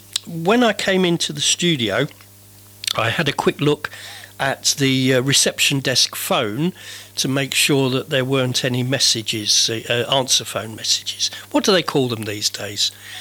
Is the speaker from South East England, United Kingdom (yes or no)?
no; Benfleet, East of England, United Kingdom; moved away; also born or lived in Canvey Island; I'm from Benfleet in Essex originally, then Canvey Island.